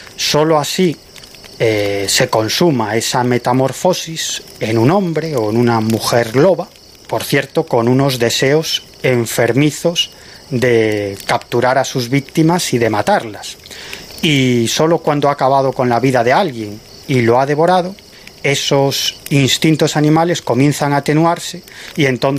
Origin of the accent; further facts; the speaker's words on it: Galicia, Spain; Pues efectivamente, en mi tierra, en Galicia, la tradición de los hombres lobo, los lobisomes en gallego, es una tradición que está muy extendida